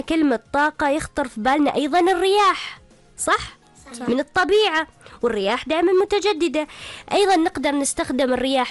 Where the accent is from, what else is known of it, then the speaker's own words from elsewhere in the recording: Oman; في بلادنا عمان